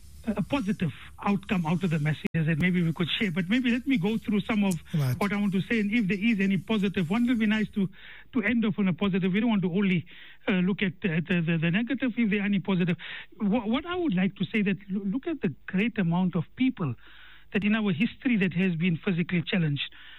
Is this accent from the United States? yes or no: no; Karachi, Sindh, Pakistan; When I came from Karachi, I'll openly say it.